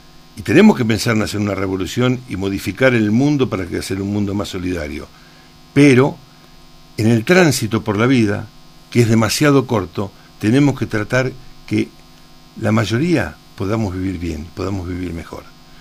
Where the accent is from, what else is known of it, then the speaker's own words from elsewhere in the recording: La Plata, Buenos Aires Province, Argentina; now in Bariloche, Argentina; Yo conocí Bariloche en 1972. Era un pibito de 15 años de un colegio de La Plata